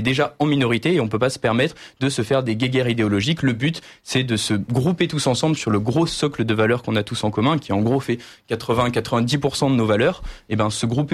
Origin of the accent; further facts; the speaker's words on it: Provence-Alpes-Côte d'Azur, France; moved away as an adult; now in Grenoble, France; je viens d'un petit village du Var, donc rien à voir